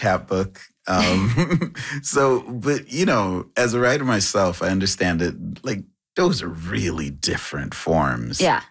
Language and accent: English; Trinidad & Tobago; I grew up in Trinidad.